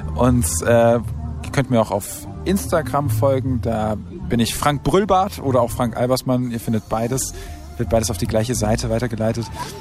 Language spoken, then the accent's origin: German; Ladenburg, Baden-Württemberg, Germany; moved away as an adult; also born or lived in Viernheim, Hesse; now in Offenbach, Germany; ich bin schon seit 2010 im Rhein-Main-Gebiet, aber komme ursprünglich aus der Mannheimer Ecke. Ich bin in Ladenburg und Firnheim aufgewachsen und bin ein guter alter Kurpelser. Ajo, wäscht wie Schmähen.